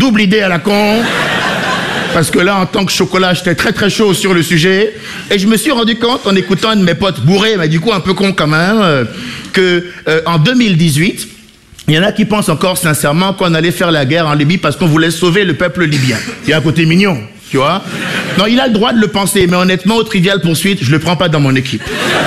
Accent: Benin; born or raised there

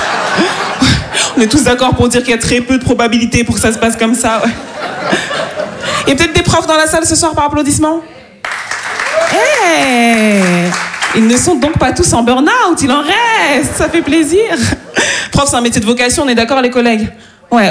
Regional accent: Île-de-France, France; born there; C'est peut-être parce que je suis née dans le Val d'Oise

